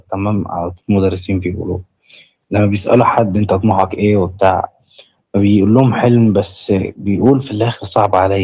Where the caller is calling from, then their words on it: Upper Egypt, Egypt; أنا حضرتك من الصعيد يعني شغلي في الأرض